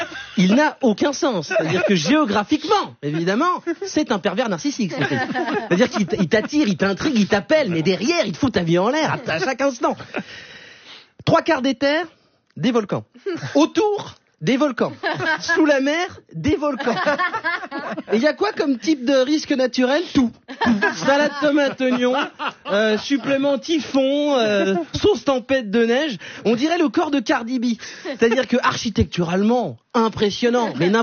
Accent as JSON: {"language": "French", "town": "Vaulx-en-Velin", "region": "Auvergne-Rhône-Alpes", "country": "France", "tie": "born there", "said": "moi je suis né à Vaux-en-Velin, l'escape game il a commencé à ma naissance, j'y suis encore."}